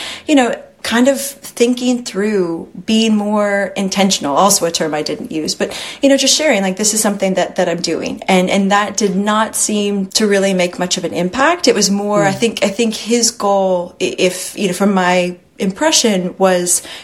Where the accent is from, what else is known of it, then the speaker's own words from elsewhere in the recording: Texas, United States; I grew up in Texas. You know, I grew up in a really red spot. You know, my family is all shades of the political rainbow